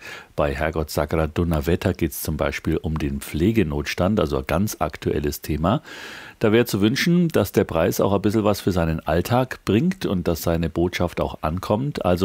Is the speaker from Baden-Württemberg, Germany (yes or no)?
no; Bavaria, Germany; Selbst als Franke